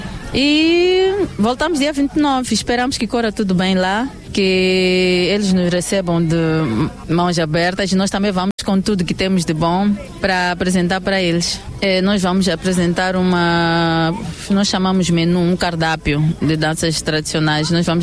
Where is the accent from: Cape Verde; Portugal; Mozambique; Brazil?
Mozambique; transmitir aos nossos aqui, os moçambicanos.